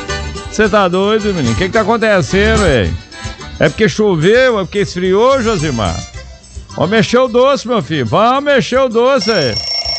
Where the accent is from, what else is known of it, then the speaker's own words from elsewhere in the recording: Conceição de Minas, Minas Gerais, Brazil; born there; Conceição de Minas. Lugar onde é que eu nasci. Lugar onde é que eu nasci, lá na Fazenda da Areia Branca, lá em Conceição.